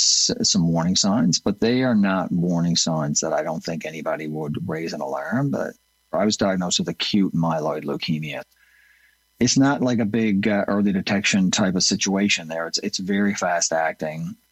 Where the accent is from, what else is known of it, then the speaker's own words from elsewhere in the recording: Mount Pearl, Newfoundland and Labrador, Canada; now in St. John's, Canada; I was a little dude growing up in Mount Pearl, Newfoundland. Never shy to say I got my start in Mount Pearl. Loved that place.